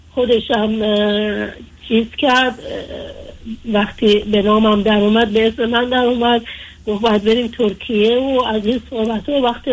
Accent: Iraq; بعد منم خودم از عراق اومدیم از زمان جنگ و ما خودمونم با یه مادر 25 ساله با 8 بچه بزرگ شدیم تو شرایط سخت.

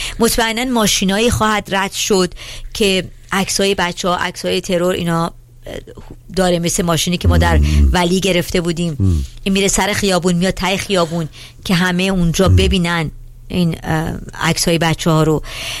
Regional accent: Iran; moved away

